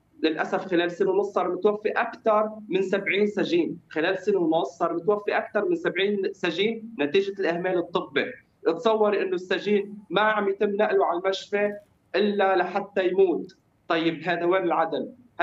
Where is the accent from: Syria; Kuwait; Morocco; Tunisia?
Syria; now in Damascus, Syria; نحن عم نحاول انه كسورية عم نفتح صفحة جديدة مع لبنان